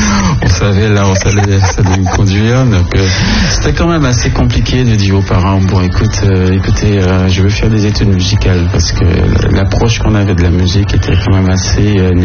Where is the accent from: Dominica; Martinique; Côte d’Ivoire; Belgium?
Martinique; Fort-de-France; born there; moi j'habite à Fort-de-France, à Sainte-Thérèse